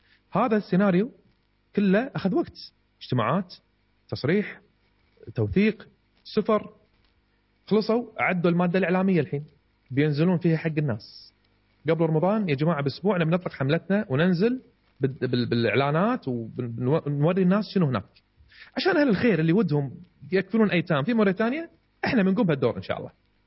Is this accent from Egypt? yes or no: no; Kuwait; عندنا بالكويت